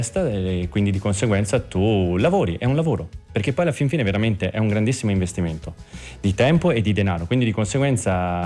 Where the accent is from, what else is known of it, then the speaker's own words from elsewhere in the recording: Veneto, Italy; sono delle zone mie, sono di Schio.